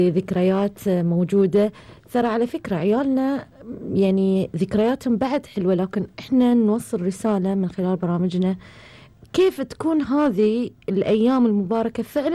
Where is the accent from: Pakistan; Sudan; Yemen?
Yemen; انا والله من اليمن